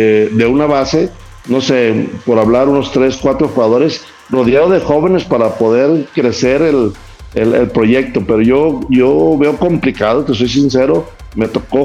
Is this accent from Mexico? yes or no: yes; Mexico